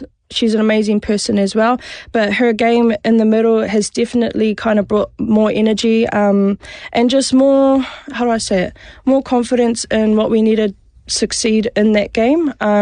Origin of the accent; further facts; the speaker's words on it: New Zealand; So because I grew up in Te Ao Māori and my nieces and nephews can speak Māori